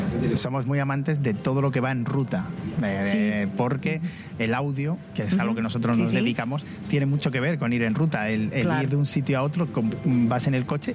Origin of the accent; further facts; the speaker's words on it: Garrovillas de Alconétar, Extremadura, Spain; en Garrovillas, en mi pueblo